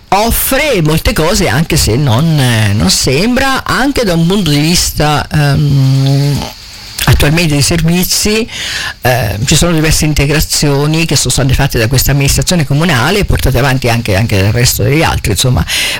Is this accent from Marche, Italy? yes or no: yes; Pollenza, Marche, Italy; il nostro paese, il mio paese Pollenza